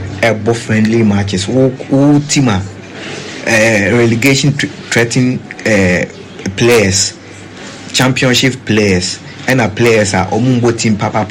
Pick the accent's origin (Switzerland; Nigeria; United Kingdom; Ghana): Ghana; I'm from Ghana